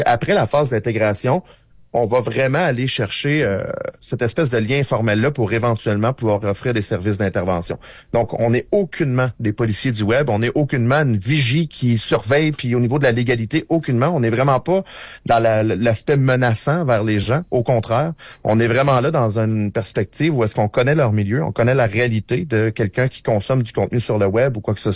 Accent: Quebec, Canada; chez nous au Québec

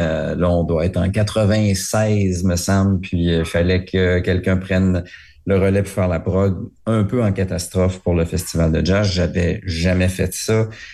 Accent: Rimouski, Quebec, Canada; Moi, je viens de Rimouski, puis... Je me destinais plus au monde des affaires parce que ma famille était une famille d'entrepreneurs.

